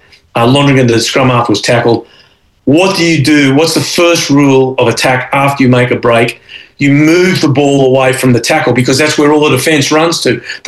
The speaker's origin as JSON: {"language": "English", "country": "Australia", "said": "And Australia, I'm not saying it's because I'm Australian, I'm just trying to be fair."}